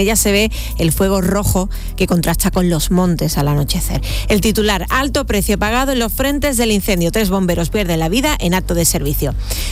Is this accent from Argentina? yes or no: no; Seville, Andalusia, Spain; Bueno, yo soy de Sevilla y tengo una que utilizo muchísimo